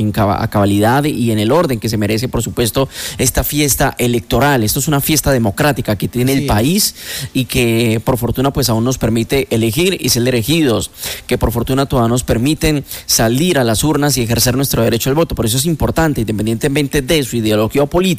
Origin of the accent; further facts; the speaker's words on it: Meta, Colombia; cada uno de nosotros como llaneros